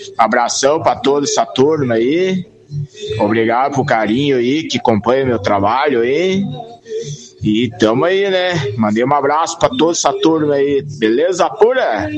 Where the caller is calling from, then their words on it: Jardim Alegre, Paraná, Brazil; aqui do Jardim Alegre